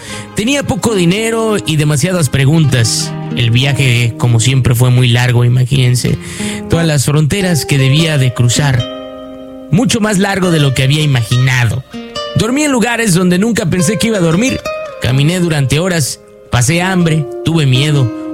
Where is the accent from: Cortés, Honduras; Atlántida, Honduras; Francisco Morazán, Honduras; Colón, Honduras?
Atlántida, Honduras; La Ceiba; born there; moved away as an adult; Nací en La Ceiba, Atlántida, Honduras, donde el calor se mete hasta en las paredes y el mar está tan cerca de uno que uno aprende a reconocerlo por el simple olor. Tenía 26 años cuando me fui.